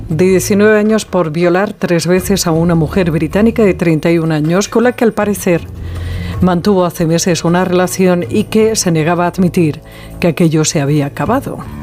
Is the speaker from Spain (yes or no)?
yes; Alicante, Valencian Community, Spain; de la misma manera le digo como alicantina que ha dado más disgustos familiares que el testamento.